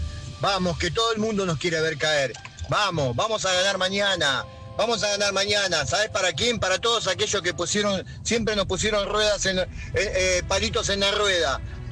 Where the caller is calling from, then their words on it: Argentina; somos argentinos